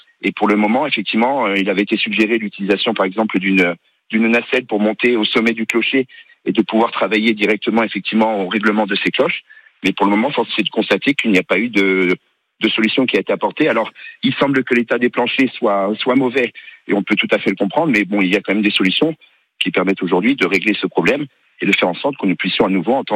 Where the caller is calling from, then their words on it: Venaco, Corsica, France; Moi, je vous appelle de Venaco